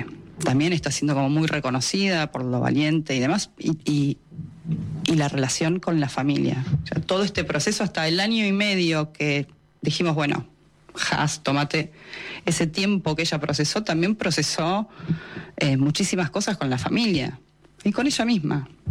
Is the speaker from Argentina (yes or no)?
yes; Argentina; Las cosas en mi país lamentablemente cambiaron para mal. Para mal y en todos los departamentos, digamos. O sea, a nivel cultural, científico, económico. Y si bien Argentina siempre tuvo altos y bajos económicamente.